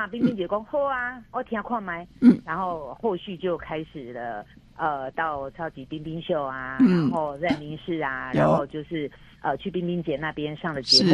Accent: Taipei, Taiwan; born there; 我是台北出生，

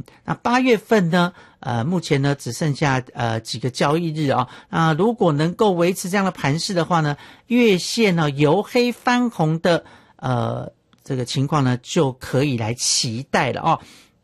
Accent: Miaoli, Miaoli County, Taiwan; 还有我的家乡苗栗，也欢迎大家来这个苗栗呢来玩玩哈、哦。山城有很多好山好水哈、哦

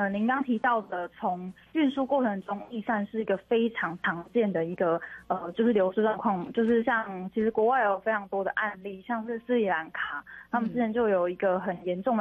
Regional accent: Taiwan; 就我们台湾人都很习惯做回收嘛。

